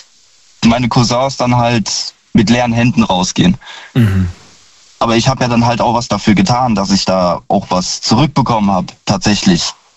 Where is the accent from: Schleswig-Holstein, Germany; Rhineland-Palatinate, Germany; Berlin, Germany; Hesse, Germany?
Rhineland-Palatinate, Germany; Hinzweiler; Und mein anderes Familienritual, was wir bis vor kurzem gepflegt haben, tatsächlich, war bei uns in Hinzweiler, da gibt's die Grillstation.